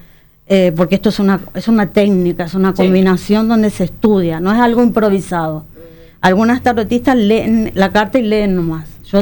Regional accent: Argentina; now in Luque, Paraguay; yo soy argentina justamente, allá no se practica tanto el San Juan

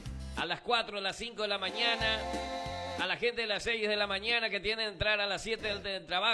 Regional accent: Paraguay; somos paraguayos

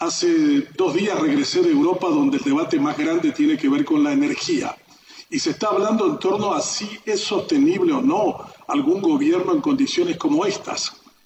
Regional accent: Paraguay; los paraguayos somos

